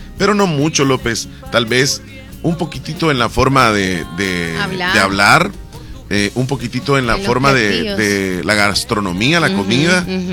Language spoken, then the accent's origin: Spanish; Eastern El Salvador, El Salvador; claro que soy de Oriente.